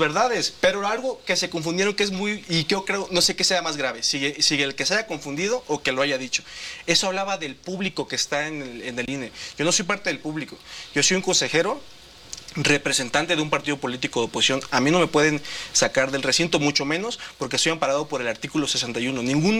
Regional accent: Mexico; lo que hemos perdido los mexicanos han sido millones de vidas.

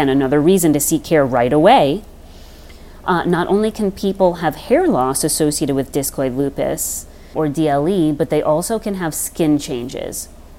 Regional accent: Long Island, New York, United States; born or raised there

